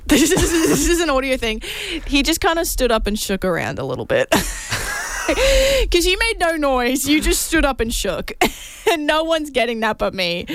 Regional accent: United Kingdom; Like, I may be from there, but I'm not British.

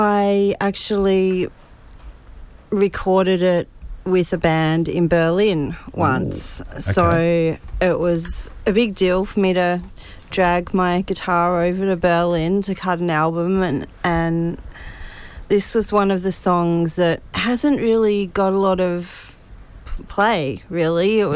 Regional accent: Tasmania, Australia; Because I'm from Tasmania and I grew up in country Tasmania

